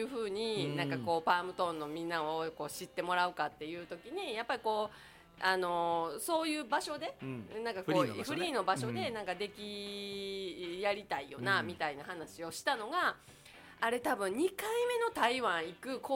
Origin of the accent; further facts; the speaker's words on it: Takatsuki, Osaka, Japan; 私 の、 あの地元の高槻っていうところでやってるイベントがあるんです